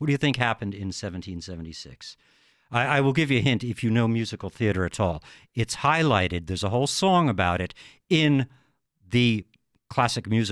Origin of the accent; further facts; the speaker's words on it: East Coast, United States; moved away; I'm from the East, very humid back East, very troubling.